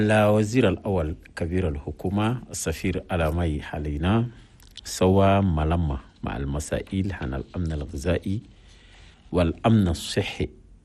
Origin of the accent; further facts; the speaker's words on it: Chad; هنا بلدنا تشاد